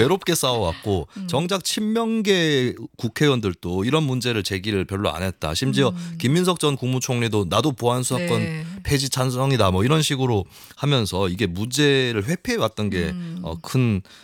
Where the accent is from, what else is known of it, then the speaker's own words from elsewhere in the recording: Gyeongsang, South Korea; 제가 경상도 출신인데요.